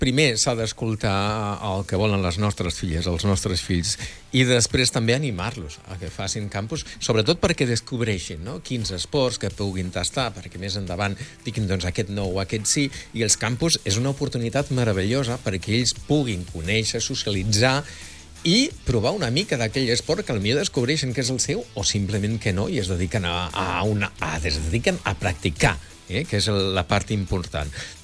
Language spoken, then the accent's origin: Catalan; Vila-seca, Catalonia, Spain; jo sóc de Vilaseca, de Tarragona, i allà tenim les muntanyes també molt a prop